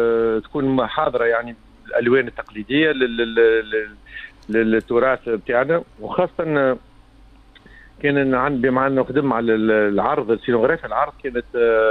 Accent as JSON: {"language": "Arabic", "country": "Tunisia", "said": "أنا بيتي متعدد الثقافات كتونسي"}